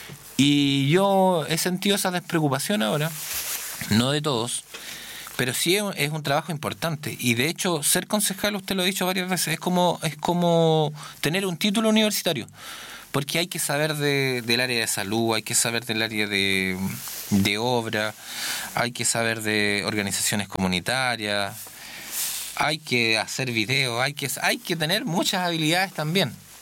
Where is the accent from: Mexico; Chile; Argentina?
Chile; San Nicolás, Ñuble; porque hay tres … la comuna, de Rari, Paso Rari y de San Nicolás. Yo soy de los de San Nicolás.